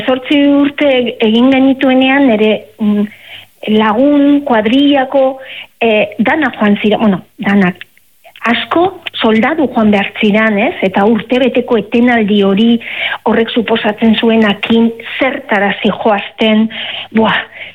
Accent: Basque Country, Spain; Ba, bizkaitarra naiz eta nire herrian dausoan hori egun handia zan, gau handia zan, ez?

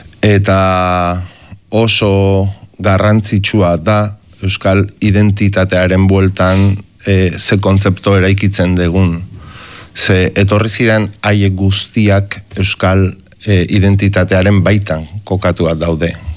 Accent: Urretxu, Basque Country, Spain; born there; ni ba urretxuko anaiz jaiotzez

